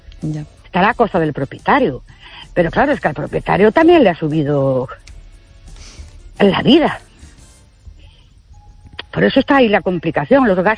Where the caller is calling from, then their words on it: Ourense, Galicia, Spain; de Urense otra vez.